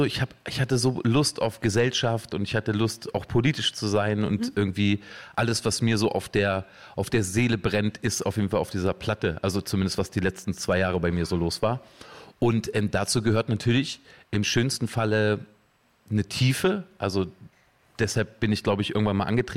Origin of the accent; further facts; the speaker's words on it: Braunschweig, Lower Saxony, Germany; born there; now in Hamburg, Germany; Ich bin ja geboren in Braunschweig und lebe aber jetzt seit so langer Zeit in Hamburg